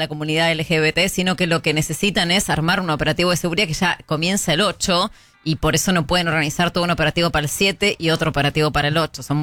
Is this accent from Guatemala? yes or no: no; Buenos Aires Province, Argentina; O por lo menos yo, que soy de Lamba, digamos. O sea, pero trabajo en capital y en provincia, claro.